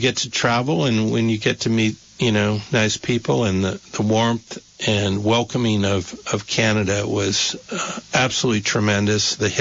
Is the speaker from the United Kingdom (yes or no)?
yes; St Albans, East of England, United Kingdom; We get up to the window, and we're from St. Albans.